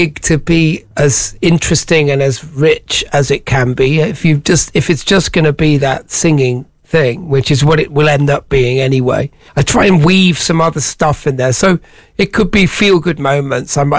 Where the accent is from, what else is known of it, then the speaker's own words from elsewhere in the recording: Solva, Wales, United Kingdom; born there; moved away as an adult; also born or lived in Manchester / Liverpool; now in London, United Kingdom; I'm English. I'm born in Manchester. Parents are both from Manchester. And they moved down to a little fishing village called Solva in West Wales, sunny Solva. So I'm a Solva boy from the age of 8 till I left about 19